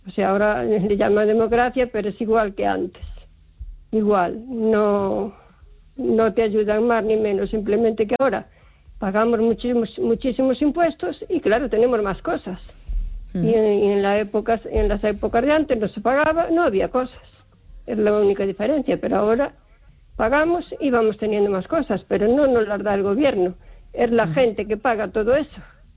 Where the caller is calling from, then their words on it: O Carballiño, Galicia, Spain; de Carballiño.